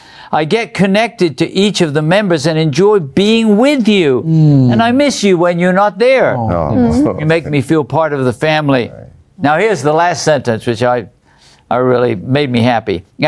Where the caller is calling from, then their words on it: Canada; I'm watching from Canada.